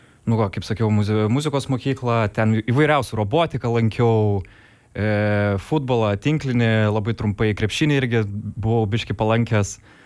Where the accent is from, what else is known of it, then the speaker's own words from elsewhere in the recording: Vilnius, Vilnius County, Lithuania; Šiaip kurį laiką gyvenau Lazdynuose, po to taip atsitiko, kad persikraustėm į Saulėtekį, čia Antakalnio galas, bet mano visi draugai kažkaip gyveno Žirmūnuose, kadangi lankiau Tuskulėnų vidurinę, po to gimnaziją tapo.